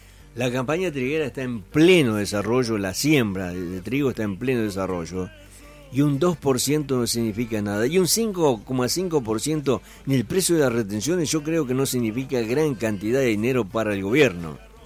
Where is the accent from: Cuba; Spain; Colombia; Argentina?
Argentina; todos somos argentinos y todos vivimos bajo el mismo manto de la celeste y blanca